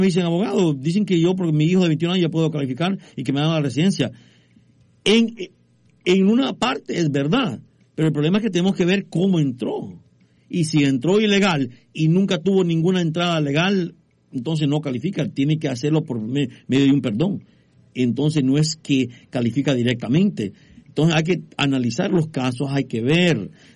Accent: El Salvador; now in United States; yo siendo salvadoreño

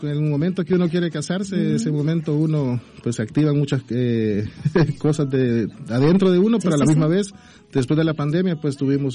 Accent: El Salvador; Bueno, fíjese que yo soy de El Salvador.

